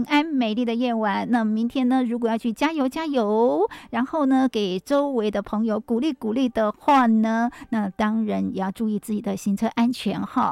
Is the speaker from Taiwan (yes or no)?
yes; Hualien County, Taiwan; 也确实呢是我们花莲人哦展现我们的热情，同时呢也表现我们的有礼貌的最好的机会了。